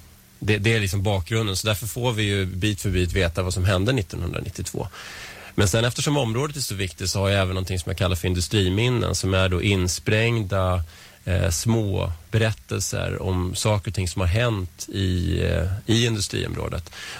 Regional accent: Vällingby, Stockholm County, Sweden; also born or lived in Strängnäs; now in Nacka, Sweden; Jag kommer ju inte härifrån. Jag kommer från Vällingby från början. Och sen har jag bott i stan och jag har bott i Strängnäs då, som sagt. Men vi flyttade hit 2007

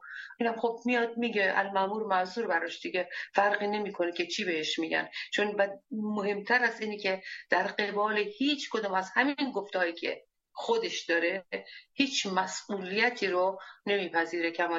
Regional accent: Iran; به عنوان یک ایرانی که دلش برای آزادی مردم ایران میتپه

